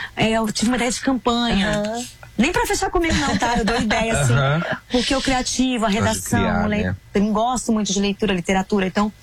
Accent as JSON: {"language": "Portuguese", "country": "Brazil", "said": "a gente é brasileira"}